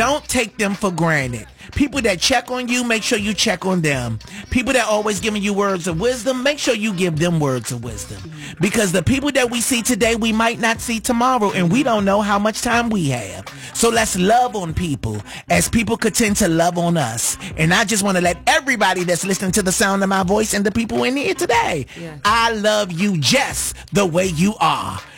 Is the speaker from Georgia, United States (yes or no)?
yes; Atlanta, Georgia, United States; I'm grew from Atlanta.